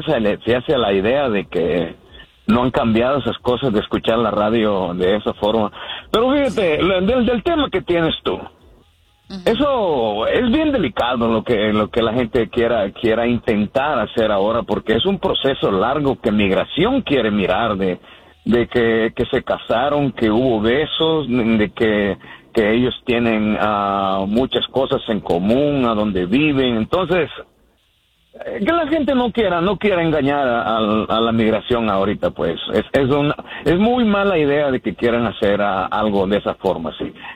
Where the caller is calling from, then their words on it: Houston, Texas, United States; estoy en Houston, me muevo de 20 minutos, digo 20 millas alrededor de la ciudad de Houston